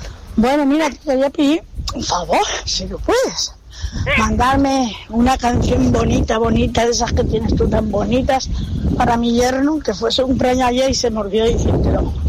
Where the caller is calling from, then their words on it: Casa Pastores, Canary Islands, Spain; de Casa Pastores